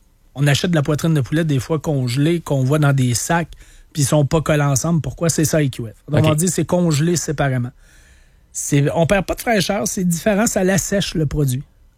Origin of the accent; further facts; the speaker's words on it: Trois-Pistoles, Quebec, Canada; j'ai passé mon enfance à Trois-Pistoles, en face des Escoumins.